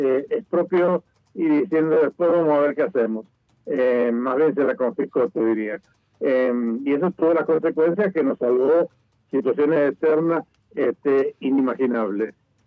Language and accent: Spanish; Argentina